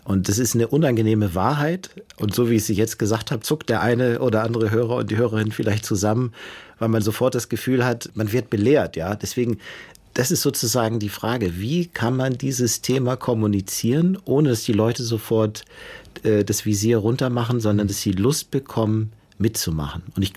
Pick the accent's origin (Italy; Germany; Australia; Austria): Germany; Ich komme ja aus dem Norden, da ist sozusagen das Meer und die Küste